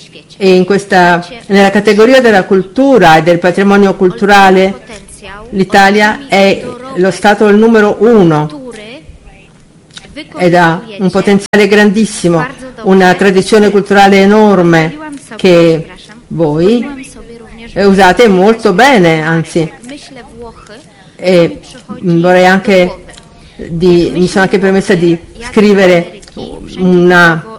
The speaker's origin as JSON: {"language": "Italian", "country": "Poland", "said": "io vengo dalla Polonia"}